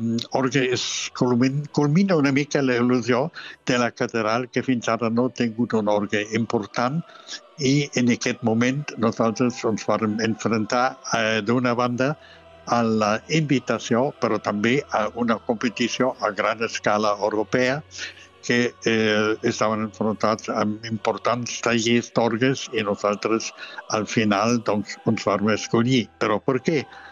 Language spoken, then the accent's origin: Catalan; Germany; Catalan is a second language